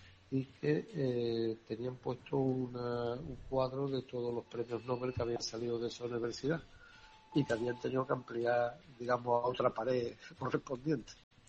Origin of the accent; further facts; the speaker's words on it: Spain; Insisto, no somos los españoles más tontos que ellos.